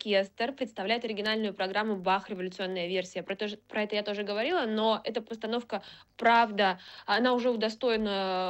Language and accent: Russian; Urals, Russia; now in Israel; я с Урала